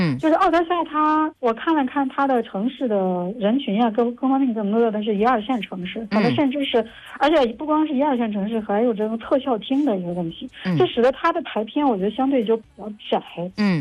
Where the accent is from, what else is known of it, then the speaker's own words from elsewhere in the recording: China; 我们中国人